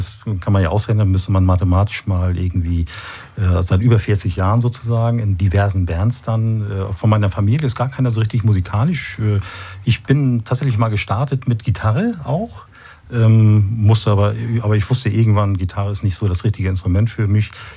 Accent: Neumünster, Schleswig-Holstein, Germany; Und ich selber, ja, wie auch der Michael, auch aus Neumünster, bin fast so alt, ein bisschen älter mit meinen 58 Jahren

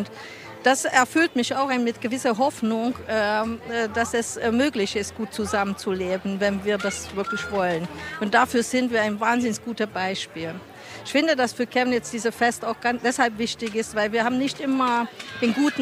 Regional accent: Hungary; moved away as an adult; now in Germany; Ich bin eine Ungarin, kam 1991 der Liebe wegen nach Deutschland und lebe auch seitdem hier in Chemnitz.

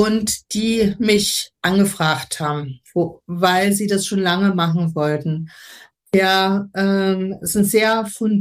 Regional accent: Dresden, Saxony, Germany

